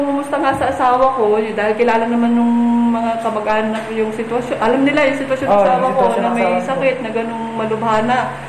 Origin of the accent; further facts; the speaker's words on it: Calapan, Mimaropa, Philippines; ho ng Bayanan Uno.